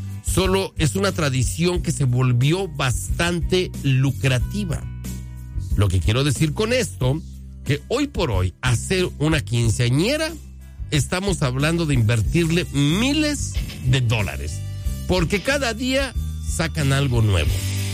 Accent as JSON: {"language": "Spanish", "country": "Mexico", "said": "nosotros como mexicanos"}